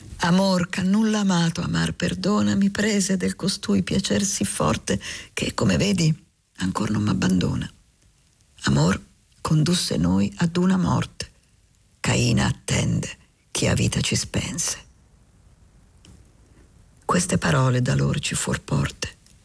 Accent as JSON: {"language": "Italian", "region": "Lombardy", "country": "Italy", "said": "peraltro lombarda sono"}